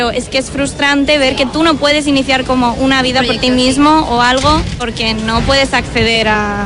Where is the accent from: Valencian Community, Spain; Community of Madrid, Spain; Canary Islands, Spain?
Community of Madrid, Spain; Madrid; y yo soy de Madrid y es que veo que no voy a tener casa